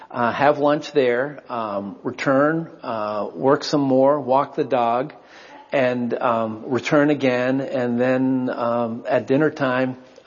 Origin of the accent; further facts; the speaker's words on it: Pittsburgh, Pennsylvania, United States; And, I grew up a sailor in Pittsburgh, which is a challenge. And, I sailed on the Three Rivers.